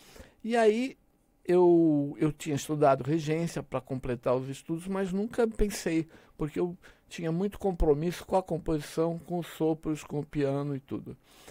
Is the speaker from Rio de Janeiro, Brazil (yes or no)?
no; Santos, São Paulo, Brazil; born there; Eu nasci em Santos